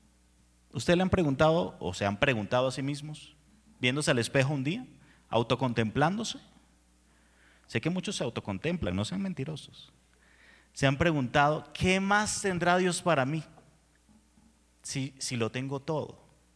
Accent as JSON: {"language": "Spanish", "country": "Venezuela", "moved": "as an adult", "lives_now": "Colombia", "said": "yo soy venezolano, resumen para los que no me conocían, cuando llegué a Colombia hace 8 años, yo, ¿qué hago en este país? ¿Para qué llegué a este país? Yo no quiero estar aquí, yo quiero estar en mi país aún así de mal como está."}